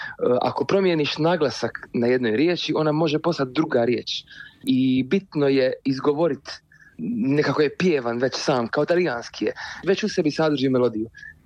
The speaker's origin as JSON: {"language": "Croatian", "town": "Dubrovnik", "region": "Dubrovnik-Neretva County", "country": "Croatia", "said": "mi smo bend iz Dubrovnika, mladi smo s 19-20 godina"}